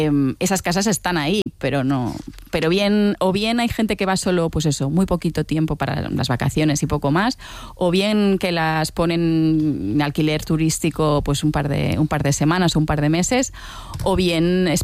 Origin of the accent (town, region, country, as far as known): Balearic Islands, Spain; born there; moved away as an adult; now in Barcelona, Spain